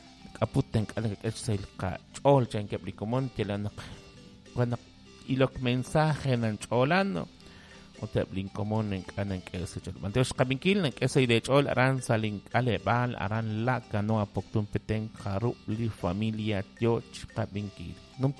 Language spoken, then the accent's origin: Spanish; San Pedro Carchá, Alta Verapaz, Guatemala; soy de San Pedro Carcha.